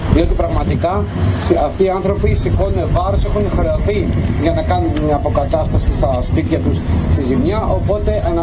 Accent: Chios, North Aegean, Greece; βρίσκονται στο χωριό μου, βρίσκονται στην ακριτική Χίο

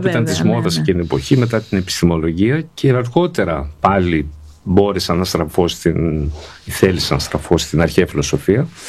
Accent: Thessaloniki, Central Macedonia, Greece; moved away as an adult; also born or lived in Rethymno; now in Athens, Greece; Είμαι Θεσσαλονικιός πρώτα απ' όλα, οπότε Βέβαια. Δεν μου λείψε ποτέ, δηλαδή, ούτε έφυγα και ποτέ.

